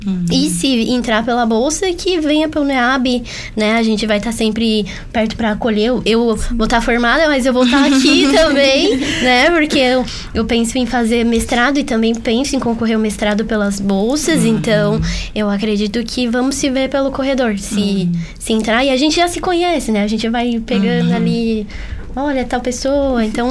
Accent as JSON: {"language": "Portuguese", "region": "São Paulo", "country": "Brazil", "said": "Então, eu sendo uma mulher periférica, que vim da região da periferia de São Paulo, cheguei aqui sem muita pretensão"}